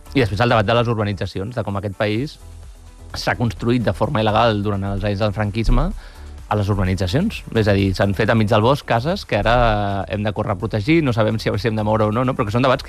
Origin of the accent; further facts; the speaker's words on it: Catalonia, Spain; Ets el Sobirà també, doncs mira, som del mateix Pallars, llavors.